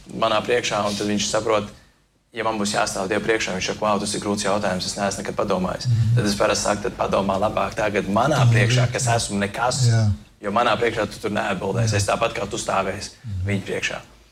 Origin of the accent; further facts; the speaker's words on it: Liepāja, Kurzeme, Latvia; mēs no Liepājas